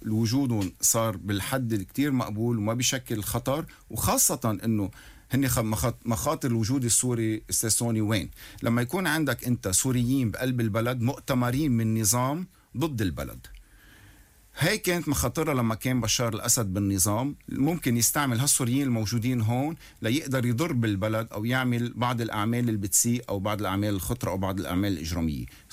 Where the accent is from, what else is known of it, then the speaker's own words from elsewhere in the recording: Lebanon; نحنا كلبنانيين عنا إشياء نحنا نعملها بالداخل